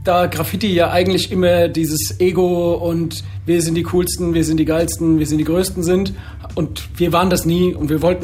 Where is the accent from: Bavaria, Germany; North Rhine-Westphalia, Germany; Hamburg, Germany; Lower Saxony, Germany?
Bavaria, Germany; Aschaffenburg; Da bin ich Skateboard gefahren, wir hatten das Six-Step bei uns in Aschaffenburg, wir hatten das Style-File in Aschaffenburg.